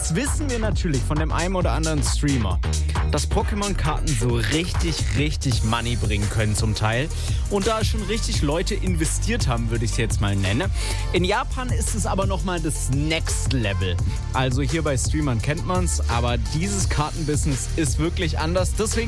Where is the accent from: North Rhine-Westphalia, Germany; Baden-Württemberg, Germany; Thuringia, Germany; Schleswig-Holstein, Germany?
Baden-Württemberg, Germany; Also da, wo ich herkomme, zumindest im Schwabenländle.